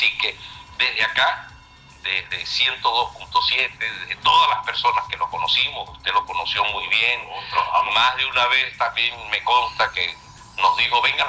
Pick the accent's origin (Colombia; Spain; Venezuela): Venezuela; Mérida; somos merideños, somos venezolanos